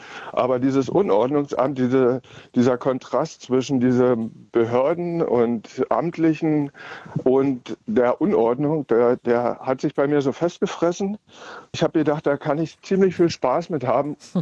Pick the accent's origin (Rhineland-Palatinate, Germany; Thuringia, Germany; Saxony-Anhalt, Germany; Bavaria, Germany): Saxony-Anhalt, Germany; Kalbe; ich komme aus Kalbe und ich fühle mich hier ziemlich wohl, obwohl es auch Phasen gab, wo ich nach Berlin wollte, als junger Punk damals, so mit 18, 20.